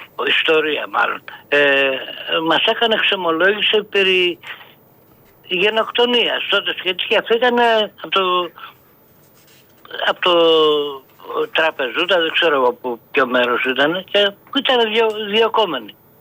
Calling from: Ios, South Aegean, Greece; από την Ίω.

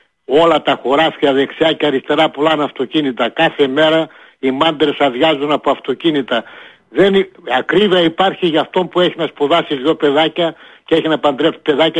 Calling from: Drama, Eastern Macedonia and Thrace, Greece; Όλοι στη Δράμα εδώ στο χωριό μου

